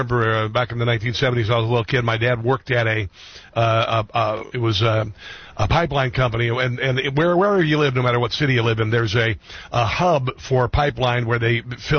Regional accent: Neola, Iowa, United States; where I grew up in Neola, Iowa?

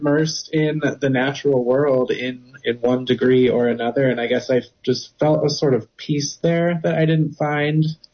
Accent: Indiana, United States; So, like, I grew up in Indiana.

